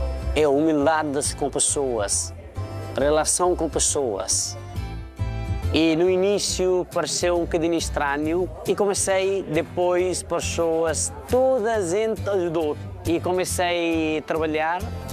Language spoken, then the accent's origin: Portuguese; Nepal; Portuguese is a second language; moved away as an adult; Eu saí do Nepal quando eu tinha 18 anos. Tinha vindo para 2 semanas férias.